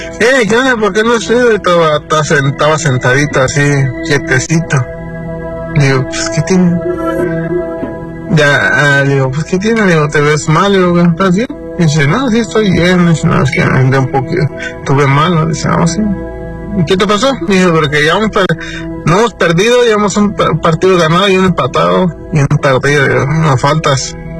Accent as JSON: {"language": "Spanish", "region": "San Luis Potosí", "country": "Mexico", "tie": "born or raised there", "said": "Yo vengo de, soy nativo de San Luis Potosí."}